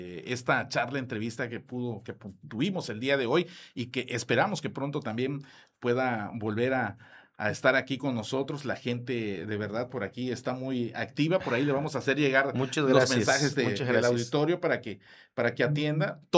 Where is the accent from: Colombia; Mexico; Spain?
Mexico; Aldama; Somos del Manguito Segovia, allá de Aldama, segunda sección.